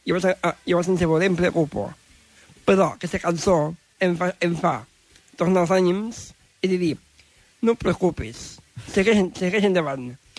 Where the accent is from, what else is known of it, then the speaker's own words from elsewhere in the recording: Tàrrega, Catalonia, Spain; Perquè clar, jo no ho he dit. Jo soc de Tàrrega.